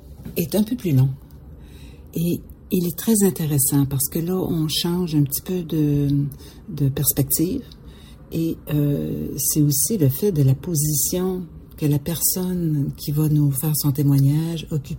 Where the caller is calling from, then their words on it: Laval, Quebec, Canada; Puis moi, je suis à Laval et puis on est en train de perdre le français dans ma ville